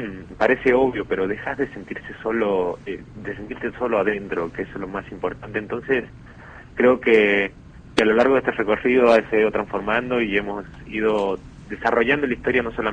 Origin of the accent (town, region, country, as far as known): La Rioja, Argentina